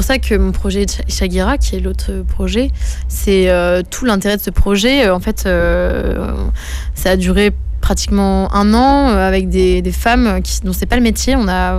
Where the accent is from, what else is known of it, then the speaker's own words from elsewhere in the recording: Saint-Lô, Normandy, France; also born or lived in Caen; Moi, je suis normande de la Manche. Je suis saint-loise, initialement.